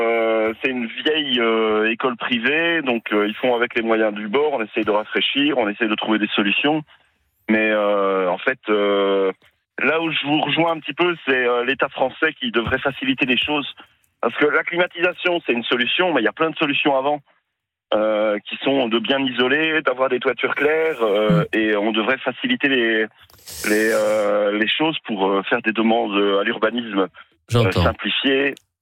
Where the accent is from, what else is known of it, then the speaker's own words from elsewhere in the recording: Belgium; Je suis belge, donc la chaleur... moi, je préfère la pluie.